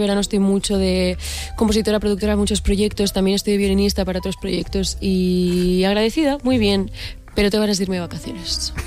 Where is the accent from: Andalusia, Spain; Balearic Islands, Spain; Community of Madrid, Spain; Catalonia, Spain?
Catalonia, Spain; trilingüe, pues soy catalana.